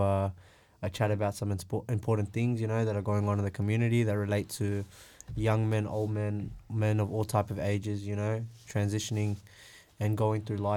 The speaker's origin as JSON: {"language": "English", "country": "Australia", "tie": "born or raised there", "said": "From Pakistani background. I was born in Australia, born and raised in Australia."}